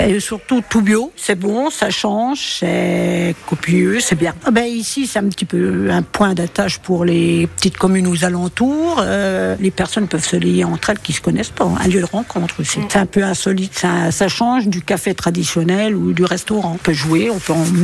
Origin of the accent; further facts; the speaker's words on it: Grand Est, France; Un petit village entre Sedan et Charleville.